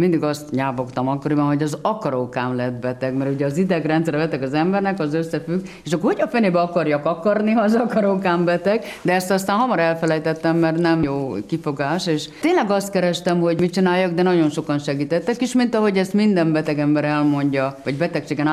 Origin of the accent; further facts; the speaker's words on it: Hungary; és magyar, és kicsit svédül